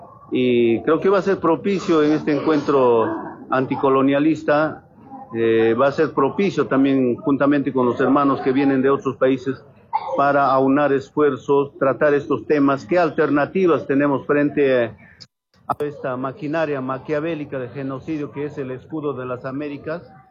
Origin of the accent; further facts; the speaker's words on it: Cusco, Peru; vengo del Perú, venimos una delegación de mi región del Cusco, venimos como 10 a participar de este encuentro anticolonialista.